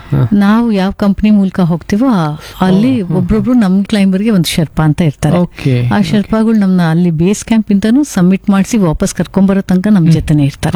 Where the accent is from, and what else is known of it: South India, India